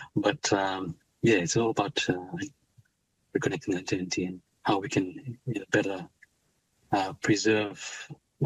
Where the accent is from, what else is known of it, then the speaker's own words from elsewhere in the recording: Fiji; also born or lived in Vanua Levu; back to my roots, back to my homeland in Bono Levu. I spent much of my time growing up in Viti Levu, the other island near Suva. So myself and my family, we were often away from our homeland